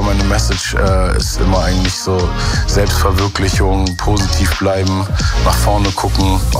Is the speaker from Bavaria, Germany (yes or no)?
no; Hamburg, Germany; born there; Ich bin geboren in Hamburg.